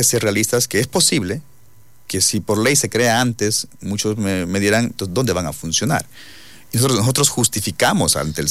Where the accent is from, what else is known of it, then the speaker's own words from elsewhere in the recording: Lumbaqui, Sucumbíos, Ecuador; also born or lived in El Dorado de Cascales / Nueva Loja; Soy de la provincia de Sucumbíos, nacido acá. Nací en la cédula, dice el Dorado de Cascales, pero viví en Lumbaqui. Nunca viví en Cascales, pero viví en Lumbaqui mi infancia, luego aquí en Nueva Loja la juventud.